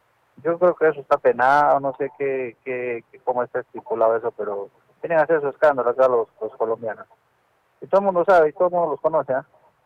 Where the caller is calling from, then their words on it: Arequipa, Peru; Le llamo de Cerro Colorado.